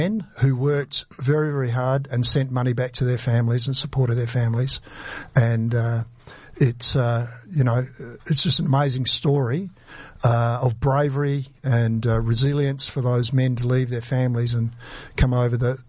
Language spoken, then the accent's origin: English; Port Pirie, South Australia, Australia; born there; I was born in Port Pirie.